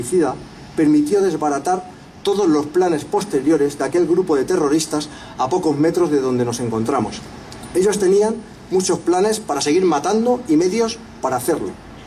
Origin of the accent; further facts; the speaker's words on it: Community of Madrid, Spain; de aquella intervención como alcalde de esta ciudad, como madrileño y como español.